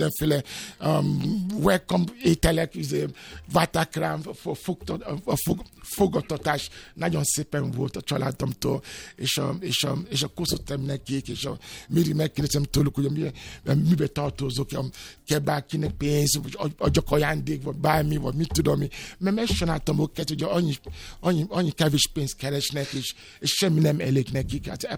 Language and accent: Hungarian; Nigeria; first language Yoruba; Hungarian is a second language; now in Hungary; mert én többet értem a Magyarországon, mint a saját otthon, ahol születtem.